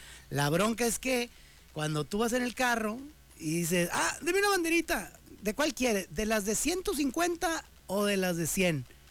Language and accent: Spanish; Mexico